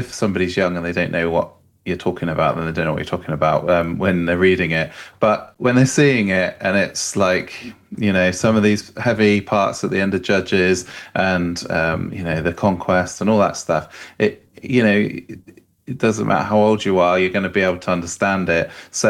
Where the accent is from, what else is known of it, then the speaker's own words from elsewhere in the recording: South West England, United Kingdom; I grew up in Cornwall in the UK